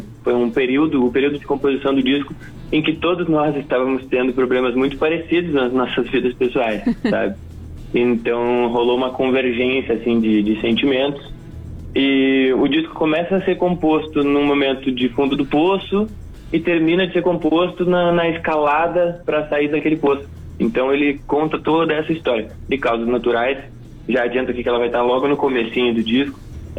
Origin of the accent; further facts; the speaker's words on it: Porto Alegre, Rio Grande do Sul, Brazil; born there; now in São Paulo, Brazil; a gente é gaúcho, porto-alegrense, nascemos por aí, estamos bem acostumados com o frio.